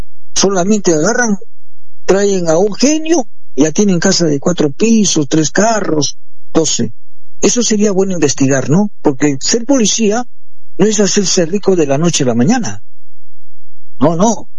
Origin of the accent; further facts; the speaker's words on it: Peru; Nosotros no, nosotros somos nación peruana. Peruana, no aymara.